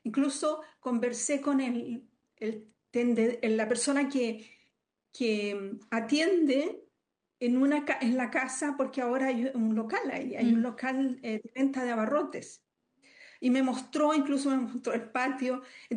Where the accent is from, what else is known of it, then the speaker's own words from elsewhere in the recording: Concepción, Biobío, Chile; yo también soy de provincia, yo soy de Concepción.